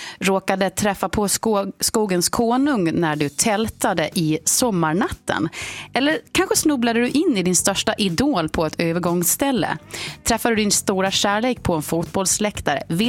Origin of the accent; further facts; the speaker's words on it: Sweden; och när kvinnan då i butiken förstod att vi var från Sverige, då skön hon upp, förstår ni.